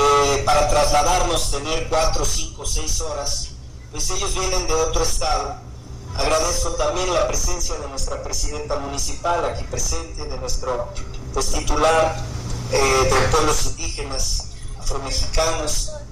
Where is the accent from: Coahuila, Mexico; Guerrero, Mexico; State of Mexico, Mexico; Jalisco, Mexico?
Guerrero, Mexico; Acapulco; El puerto de Acapulco, de donde soy originario, hay muchos compañeros afromexicanos, indígenas, a quienes aprecio y reconozco.